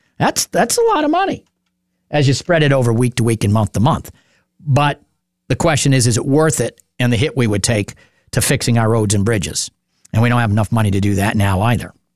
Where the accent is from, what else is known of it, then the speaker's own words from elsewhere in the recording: New Hampshire, United States; You and I are from around here. We don't live in Windham.